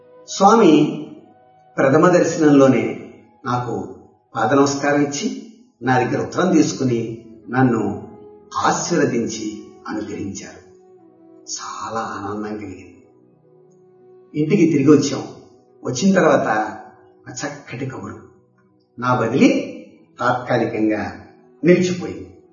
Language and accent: Telugu; Kolamuru, Andhra Pradesh, India; 1963 నా చిన్నతనం. రాజమహేంద్రికి సమీపంలో ఉన్నటువంటి మా స్వగ్రామం కోలమూరు.